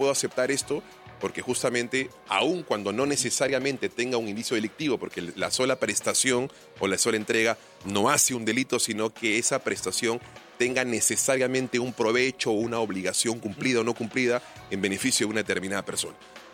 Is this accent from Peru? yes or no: yes; Ayacucho, Peru; el gobierno regional de Ayacucho, que además es mi tierra.